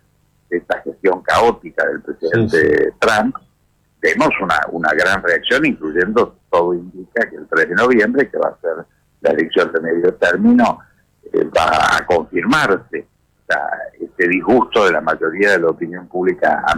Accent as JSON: {"language": "Spanish", "country": "Argentina"}